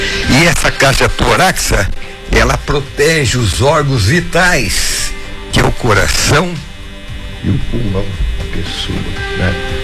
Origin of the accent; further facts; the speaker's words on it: São Paulo, Brazil; now in Aparecida, Brazil; Eu já estava aqui, né? E voltei e volto à minha terra, Piracá, é só um passeio. Eu fiquei de vez em Aparecida.